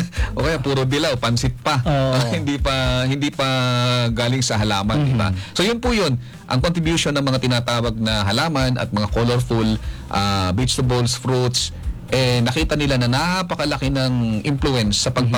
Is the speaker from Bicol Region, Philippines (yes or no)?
yes; Bicol Region, Philippines; sa amin sa Bicol